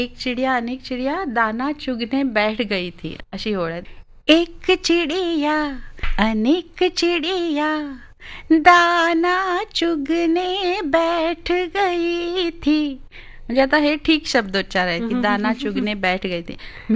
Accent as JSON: {"language": "Marathi", "region": "Maharashtra", "country": "India", "said": "कारण मी मराठी असल्यामुळे आणि मराठी माध्यमातून मी शिकल्यामुळे हिंदीचा एवढा अभ्यास नव्हता माझा"}